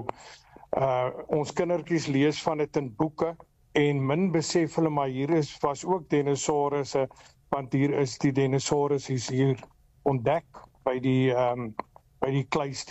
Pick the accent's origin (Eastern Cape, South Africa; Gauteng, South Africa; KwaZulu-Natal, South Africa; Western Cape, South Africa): Eastern Cape, South Africa; Despatch; ek is gebore en getoe op Dispatch. Ek wil nou nie sê hoe lank ek hier bly nie, want dan gaan ek die dorp ontwerp. Ja? Maar nee, ek is 'n baie groot Dispatcher.